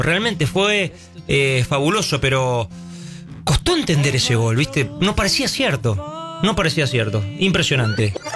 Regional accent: Argentina; somos los argentinos

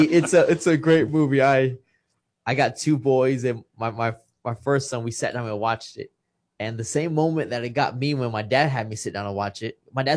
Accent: Kingsville, Texas, United States; Yes. I'm born and raised in Kingsville, Texas. My dad's from L.A.

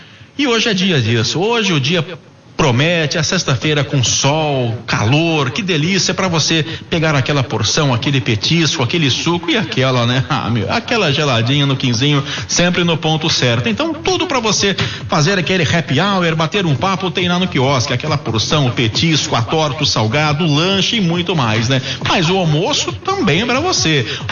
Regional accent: São Paulo, Brazil; É o futebol de São Paulo, somos paulistas.

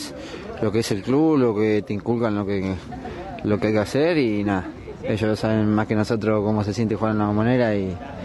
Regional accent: Tandil, Buenos Aires Province, Argentina; now in Buenos Aires, Argentina; yo soy de Tandil

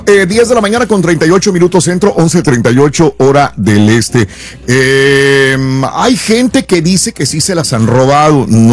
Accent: Mexico; Nosotros, para empezar, como mexicanos también.

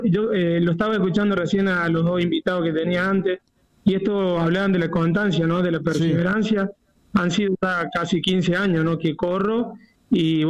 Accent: Córdoba, Argentina; soy el primer cordobés en la historia que va a correr. Y bueno, voy a representar a Argentina

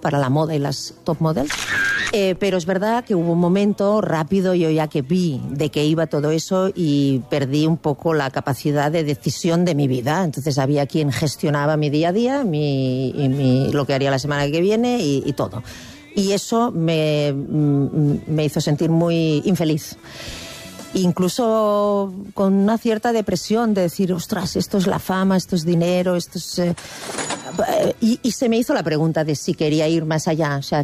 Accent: Catalonia, Spain; Es porque yo dije que como catalán no había pareja... No, esto dije. No había pareja más catalana que la nuestra, dije.

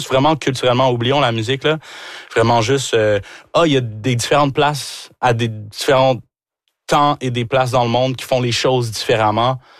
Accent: Rouyn-Noranda, Quebec, Canada; T'sais, moi, je suis... Québécois de chez Québécois, là, tu sais, je suis né ici, justement, à Rouyn-Noranda.

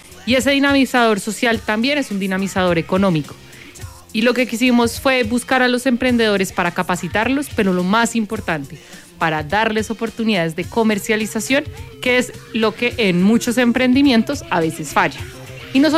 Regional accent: Bogotá, Colombia; accent: Colombian; moved away as an adult; now in Chile; Soy colombiana, de Bogotá. Llevo 4 años en Chile. Se me nota mucho, no lo pude neutralizar nada

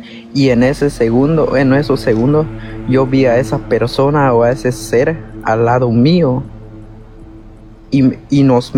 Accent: Guatemala; y ya ve que en mi país, Guatemala, a veces llovía y empezaba los truenos y el relámpago y todo eso.

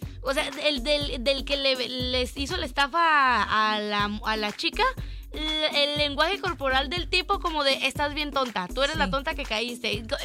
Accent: Mexico; Uno como propio mexicano sabe que a veces no está tan chido consumir en esos puestos

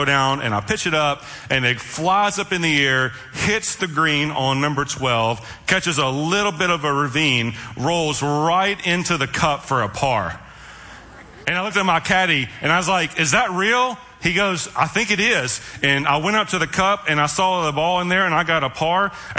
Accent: Memphis, Tennessee, United States; moved away as an adult; now in Marysville, United States; When I was born and raised in Memphis, we moved here in 2008 to plant a church out in Marysville.

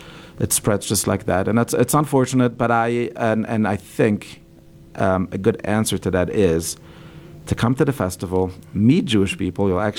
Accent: Belgium; because the I grew up in Belgium, and all of my grandparents are Holocaust survivors

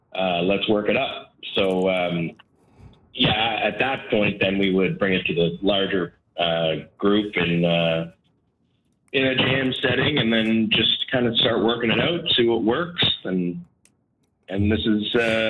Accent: Sheet Harbour, Nova Scotia, Canada; moved away as an adult; also born or lived in Halifax; I moved back home from Halifax to Sheep Harbor in 2018.

